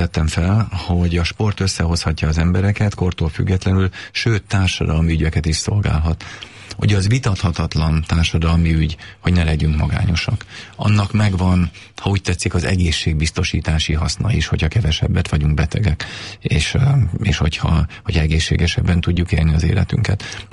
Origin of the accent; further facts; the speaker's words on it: Keszthely, Zala, Hungary; Én keszthelyiként nagyon örülök